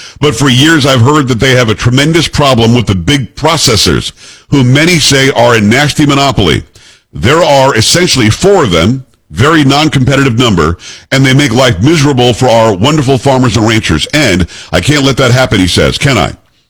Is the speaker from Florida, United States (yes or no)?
yes; Florida, United States; born or raised there